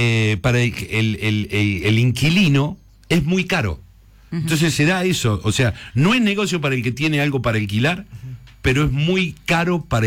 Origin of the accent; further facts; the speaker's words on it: Argentina; cómo somos en Argentina